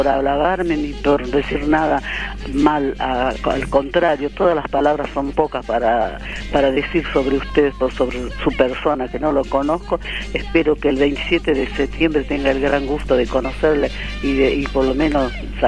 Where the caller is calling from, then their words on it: Frías, Santiago del Estero, Argentina; accent: tonadita santiagueña; Yo soy de Frías, provincia de Santiago del Estero, Frías.